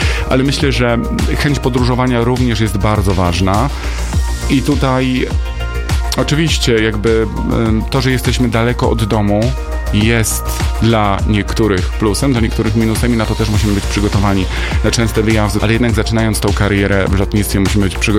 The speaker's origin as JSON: {"language": "Polish", "town": "Nowy Sącz", "region": "Lesser Poland", "country": "Poland", "tie": "born or raised there", "said": "Ja powiedziałem, że faktycznie urodziłem się w Nowym Sączu i to moje rodzinne miasto, do którego zawsze z sentymentem wracam."}